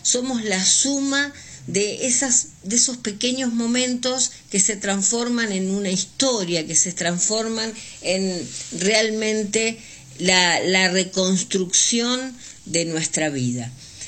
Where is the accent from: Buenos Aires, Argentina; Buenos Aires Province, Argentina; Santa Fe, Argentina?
Santa Fe, Argentina; Puerto Gaboto; moved away as an adult; also born or lived in San Lorenzo / Río Negro / Chubut; mi familia es de Puerto Gaboto, yo me crié en Puerto Gaboto y la verdad que es como el lugar donde me identifico, ese lugar que es como mi propia vida.